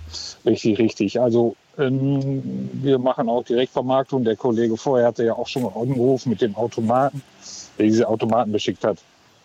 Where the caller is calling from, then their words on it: North Rhine-Westphalia, Germany; Wir kommen jetzt hier aus dem Rande vom Ruhrgebiet.